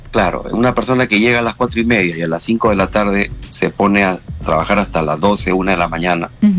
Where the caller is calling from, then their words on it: Lima, Peru; de tu caserito, de Surco